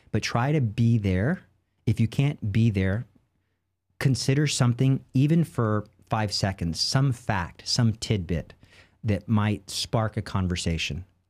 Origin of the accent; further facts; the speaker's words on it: Texas, United States; I am from Texas. Even though I don't shoot guns, I open carry my weapon, my spiritual weapon.